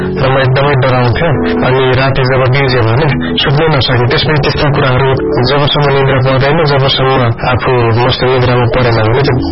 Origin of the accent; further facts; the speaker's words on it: Gauriganga, Sudurpashchim Province, Nepal; born there; moved away as an adult; also born or lived in Dhangadhi; now in Lalitpur, Nepal; र म चाहिँ कैलालीको गौरी गङ्गा 11 बिलङ्स गर्छु।